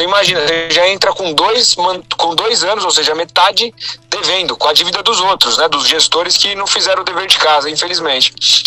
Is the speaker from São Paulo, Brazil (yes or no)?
yes; Guarulhos, São Paulo, Brazil; also born or lived in Penha, São Paulo; pai mudou de cidade e foi para Guarulhos, né? Saiu de São Paulo, da Penha, onde eu nasci, na Penha, zona leste de São Paulo. Aí a gente foi para Guarulhos, onde eu me criei